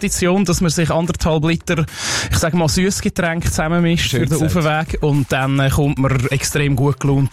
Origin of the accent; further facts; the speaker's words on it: Zurich, Switzerland; ich bin schon recht oft gefrontet worden so für meine Zürchernes.